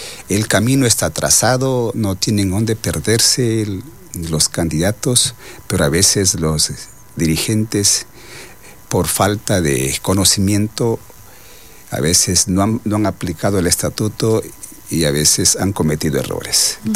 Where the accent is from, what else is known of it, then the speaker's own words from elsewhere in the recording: northern Amazon, Ecuador; nosotros como Sucumbíos y Orellanas somos nacionalidades del norte